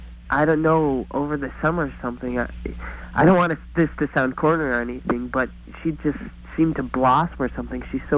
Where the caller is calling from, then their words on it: Phoenix, Arizona, United States; I'm in Phoenix at the University of Arizona.